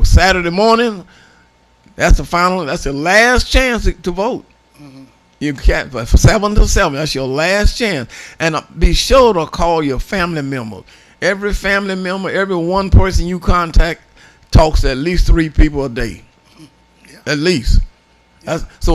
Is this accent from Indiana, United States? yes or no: no; Louisiana, United States; moved away; I grew up in Louisiana on a farm